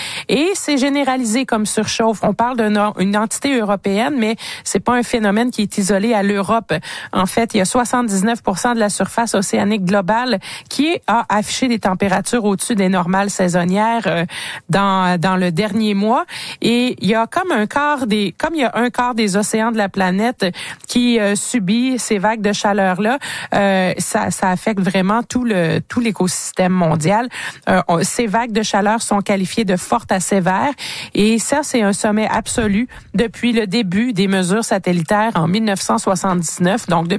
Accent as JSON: {"language": "French", "country": "Canada", "said": "Ben, ici chez nous au Canada, on a Uranos"}